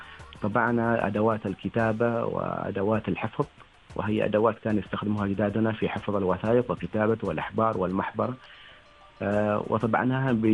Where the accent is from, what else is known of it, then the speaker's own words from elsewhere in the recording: Oman; لنفتخر بوطننا نحن كعمانيين